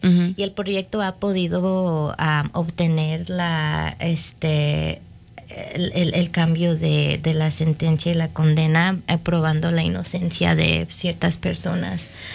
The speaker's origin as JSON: {"language": "Spanish", "town": "Waukegan", "region": "Illinois", "country": "United States", "tie": "born or raised there", "moved": "as an adult", "said": "viviendo en Waukegan, que es lo que digo mi hogar, ¿no? Porque es cuando el lugar donde crecí"}